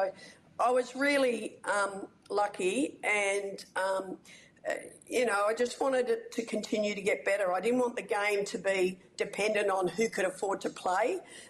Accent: Melbourne, Victoria, Australia; I grew up in Melbourne

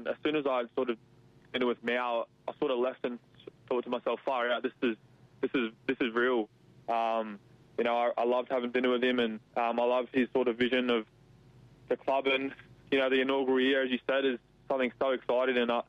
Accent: Penrith, New South Wales, Australia; And I'm a kid from Penrith, an hour out from the closest beach

